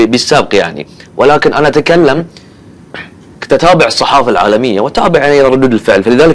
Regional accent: Bahrain; ما إحنا كبحرينيين لا نثبت السبق للجميع،

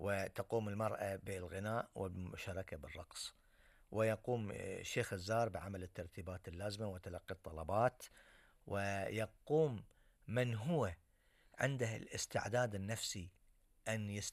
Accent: Bahrain; عندنا في البحرين

